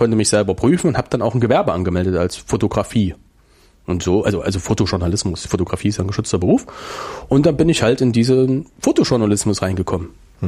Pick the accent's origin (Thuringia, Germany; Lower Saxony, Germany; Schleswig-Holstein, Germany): Thuringia, Germany; Weimar; born there; Ich bin gebürtiger Weimarer, befasse mich ganz viel mit der Stadtgeschichte.